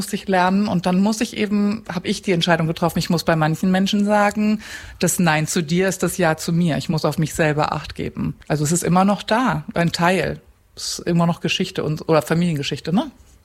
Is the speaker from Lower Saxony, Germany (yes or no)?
yes; Cuxhaven, Lower Saxony, Germany; born or raised there; also born or lived in Hamburg